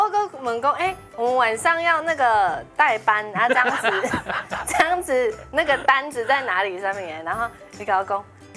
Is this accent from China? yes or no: no; Taichung, Taiwan; 我是台中人。